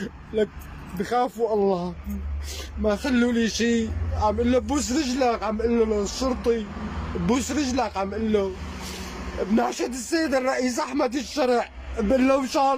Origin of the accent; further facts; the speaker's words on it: Egypt; now in Syria; انا مواطن مصري، ما لي علاقه لا بالنظام ولا لي علاقه بهدول ولا بهدنك ولا بحدا